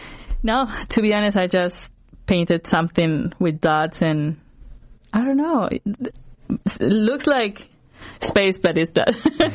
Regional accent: Guatemala; also born or lived in Los Angeles, United States; yo nací en Los Ángeles, pero crecí en Guatemala.

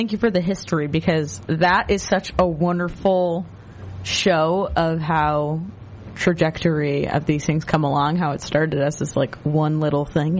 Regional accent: New York, United States; I'm a New Yorker, so my mom did have her nails bright orange for the past 6 weeks.

